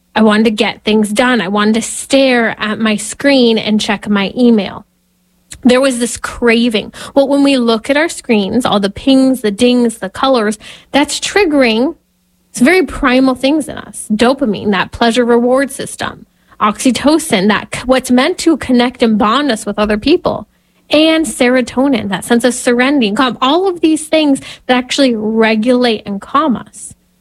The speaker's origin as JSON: {"language": "English", "region": "California", "country": "United States", "said": "That is one of the many reasons why we talk a lot about what happens here in my home state of California."}